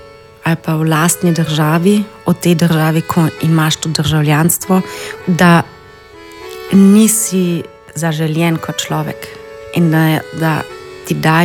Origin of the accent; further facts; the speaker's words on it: Carinthia, Austria; jaz rečem, da sem kohoška Slovenka